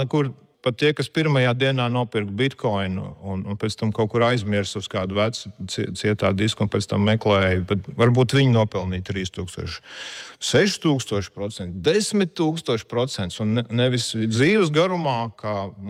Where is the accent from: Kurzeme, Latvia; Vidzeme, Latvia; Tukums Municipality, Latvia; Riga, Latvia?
Riga, Latvia; Mēs viestura uzaugām Rīgā blakus Biķernieku trasē